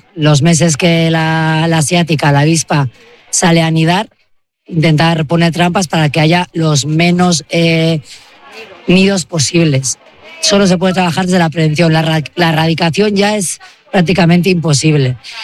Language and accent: Spanish; Basque Country, Spain; De Archantales, en Carterri.